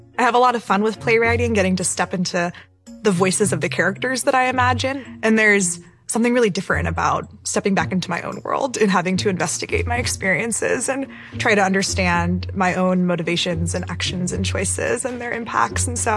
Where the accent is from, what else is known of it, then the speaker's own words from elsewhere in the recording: Los Angeles, California, United States; now in San Francisco, United States; I grew up in Los Angeles. Now I live in San Francisco.